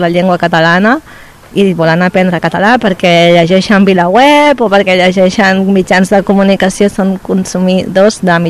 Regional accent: Catalonia, Spain; now in Basque Country, Spain; som catalans que estem dintre l'estat espanyol, que a vegades quedem una mica en el limbo, però és veritat que el nostre territori d'acollida és el País Basc

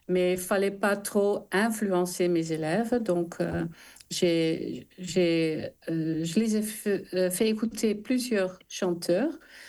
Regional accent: Netherlands; French is a second language; now in France; Oui, je suis néerlandaise.

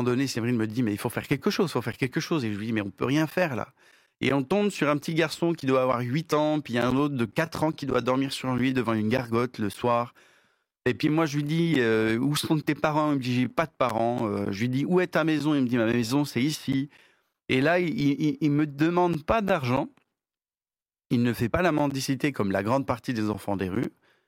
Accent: Madagascar; moved away as an adult; now in France; Moi, j'étais rentré de Madagascar pour faire mes études supérieures et puis comme beaucoup, on construit notre vie ici, quoi.

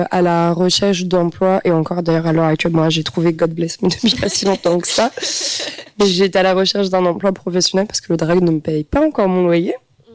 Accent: Île-de-France, France; also born or lived in Strasbourg; now in Montpellier, France; Non, je viens de Paris à la base.

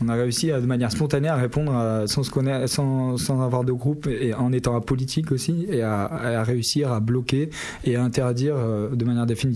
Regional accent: Saint-Jean-de-Fos, Occitanie, France; Moi, je suis natif de Saint-Jean-Fosse et j'ai grandi ici.

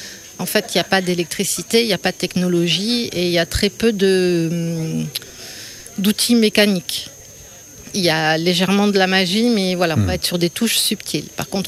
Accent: Occitanie, France; Je viens des Hautes-Pyrénées, au sud de Lourdes

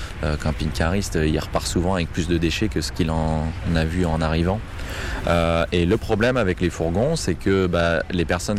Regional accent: Provence-Alpes-Côte d'Azur, France; je viens de la Côte d'Azur

